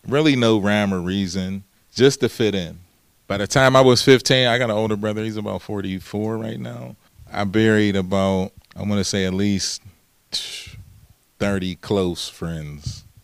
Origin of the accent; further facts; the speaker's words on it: Pittsburgh, Pennsylvania, United States; also born or lived in Wilkinsburg / Homewood / Penn Hills; So I grew up there as well. And then my dad moved to Wilkinsburg. After a while, I moved and lived with him. So you could just technically say that I'm from the east side of Pittsburgh.